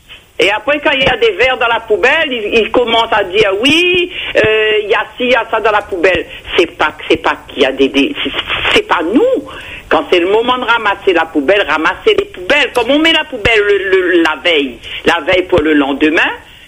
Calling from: Saint-Pierre, Réunion; je vous appelle de Bois d'Olive, exactement, dans le chemin du Mar.

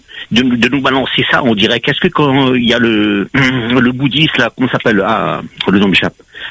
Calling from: Réunion; Là, en ce moment, je suis en France, là, j'ai hâte de revenir et puis de me retrouver à Auray, à Marla

